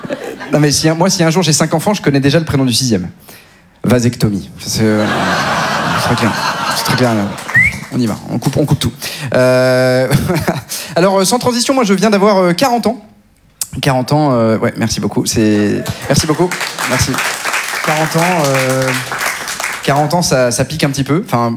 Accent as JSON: {"language": "French", "town": "Neuilly", "region": "Île-de-France", "country": "France", "said": "Moi, donc concrètement, donc, je viens de Neuilly, famille nombreuse, mais en plus, j'ai été éduqué dans une éducation catho-tradi."}